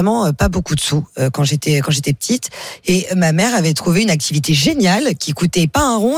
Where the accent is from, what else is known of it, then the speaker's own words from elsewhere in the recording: Île-de-France, France; now in Taverny, France; j'étais fin fond de la Seine-et-Marne.